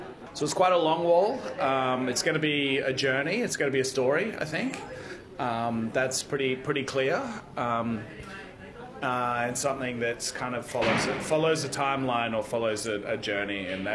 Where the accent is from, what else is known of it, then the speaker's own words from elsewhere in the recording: Brisbane, Queensland, Australia; I do really enjoy working in Australia and working in my hometown, whether it's in Brisbane or regional community.